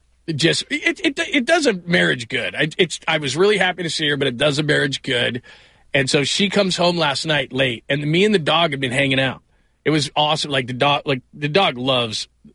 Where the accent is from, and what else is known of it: California, United States; born or raised there